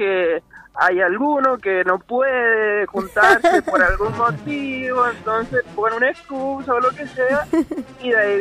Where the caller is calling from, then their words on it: Rivadavia, Mendoza, Argentina; Soy de Rivadavia.